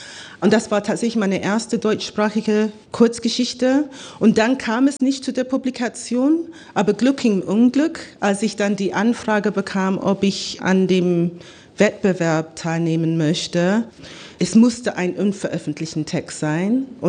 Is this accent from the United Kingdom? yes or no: yes; United Kingdom; German is a second language; moved away; ich als Britin, also eine Person, die in Großbritannien geboren, aufgewachsen, also sozialisiert worden bin